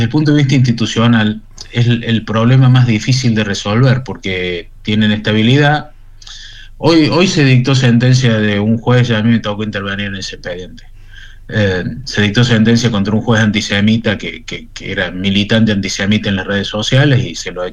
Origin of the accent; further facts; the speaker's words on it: Córdoba, Argentina; que soy cordobés